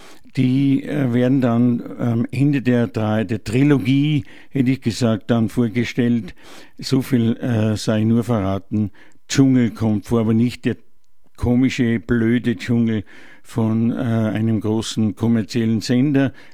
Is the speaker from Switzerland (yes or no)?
no; Salzkammergut, Austria; Ich bin ja wirklich nicht auf der Nudelsuppe dahergeschwommen, wie man bei uns im Salzkammergut sagt.